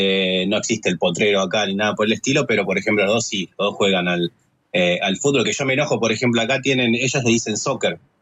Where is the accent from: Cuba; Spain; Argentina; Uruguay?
Argentina; now in Ireland